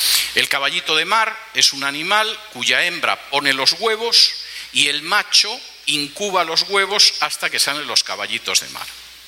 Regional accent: Spain; moved away; en mi país, hace cosa de poco más de un año, en algunas regiones de España

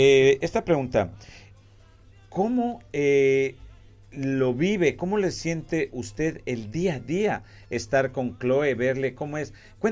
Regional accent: Ecuador; now in United Kingdom; Soy ecuatoriano

